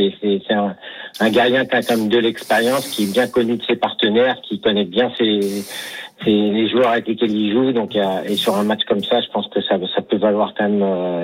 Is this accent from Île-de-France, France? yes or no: yes; Paris, Île-de-France, France; Après, je dirais, en tant que Parisien, on aimerait bien qu'il y ait des derbys avec le Paris FC, le Red Star, avec le Paris Saint-Germain